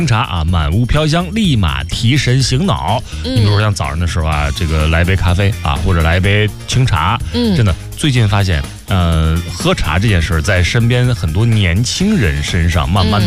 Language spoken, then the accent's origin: Chinese; Shaanxi, China; accent: Northern Shaanxi dialect; 我这是陕北方言，